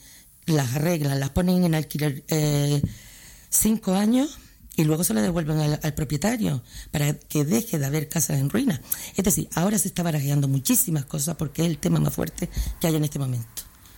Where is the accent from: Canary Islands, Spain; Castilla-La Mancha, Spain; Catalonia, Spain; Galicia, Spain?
Canary Islands, Spain; Santa Brígida; soy de Santa Brígida, lógicamente.